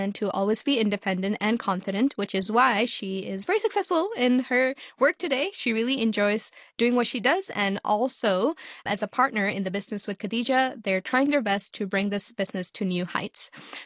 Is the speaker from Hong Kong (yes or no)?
yes; Hong Kong; Me, myself, growing up in Hong Kong, we had a certain lifestyl